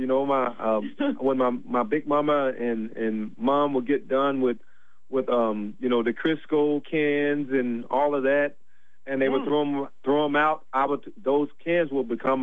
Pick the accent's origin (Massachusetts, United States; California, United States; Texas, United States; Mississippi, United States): Mississippi, United States; But, you know, just growing up in … you know, I was born into hill country blues.